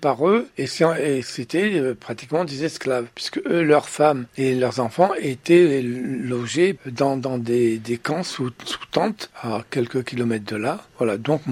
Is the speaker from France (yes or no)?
no; Morocco; moved away; je suis né au Maroc, j'ai vécu 10 ans au Maroc, je parlais arabe